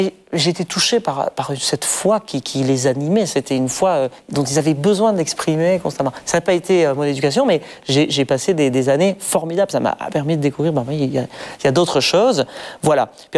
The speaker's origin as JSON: {"language": "French", "region": "Nouvelle-Aquitaine", "country": "France", "tie": "born or raised there", "said": "en grandissant au Pays Basque, donc on a un répertoire de cantiques qui est très différent des cantiques français"}